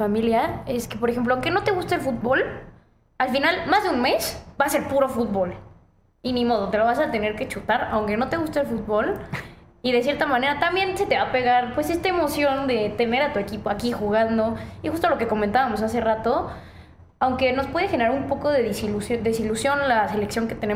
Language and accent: Spanish; Mexico; todos los problemas que tenemos aquí en México